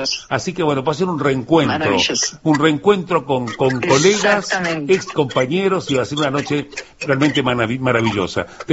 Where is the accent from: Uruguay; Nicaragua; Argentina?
Uruguay; Paysandú; now in Parque del Plata, Uruguay; yo nací en Paysandú